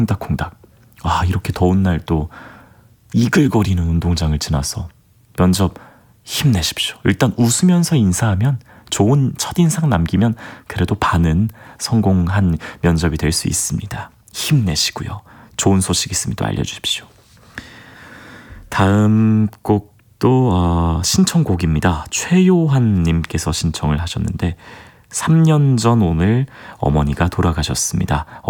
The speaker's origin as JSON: {"language": "Korean", "country": "South Korea", "said": "저는 한국 사람이잖아요."}